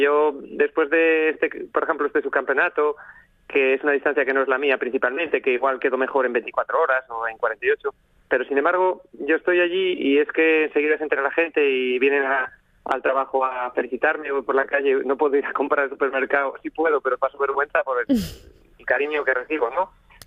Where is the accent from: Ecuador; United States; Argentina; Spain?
Spain; Avilés, Asturias; Sí, bueno, yo soy de Avilés, vivo en Avilés, pero sí.